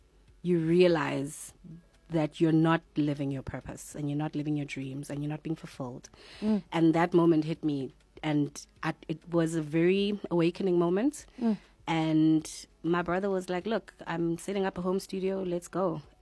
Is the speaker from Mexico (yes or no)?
no; Durban, KwaZulu-Natal, South Africa; my girls that I grew up with back in Durban.